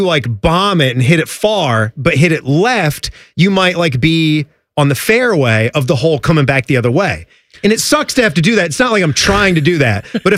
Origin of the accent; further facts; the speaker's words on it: Florida, United States; I'm aware in my home state of Florida, the Buc-ee's location in Daytona Beach has been attracting more visitors than the famed Daytona International Speedway.